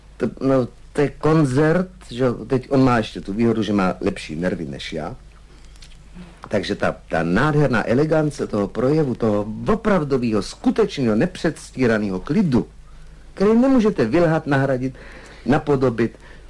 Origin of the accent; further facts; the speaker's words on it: Smečno, Central Bohemian Region, Czechia; Já jsem prostý chlapec ze Smeče, který se vyšvihl.